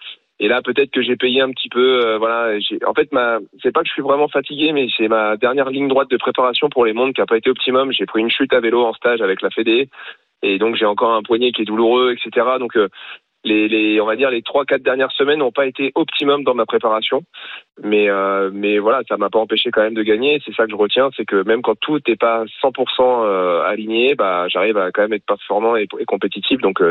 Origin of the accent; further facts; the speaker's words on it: Normandy, France; c'est que je suis normand, donc voilà, je suis déjà quand même assez bien bâti de base.